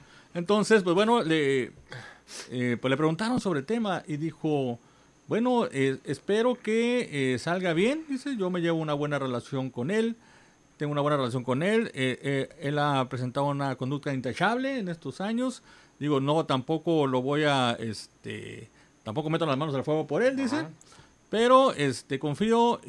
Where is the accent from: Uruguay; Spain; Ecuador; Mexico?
Mexico; como los mexicanos tenemos muy mala memoria